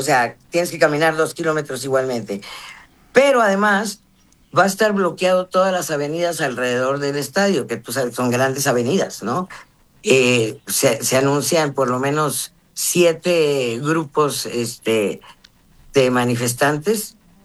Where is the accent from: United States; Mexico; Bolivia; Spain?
Mexico; los mexicanos nos gusta también esto de cambiarnos de camiseta cuando hace falta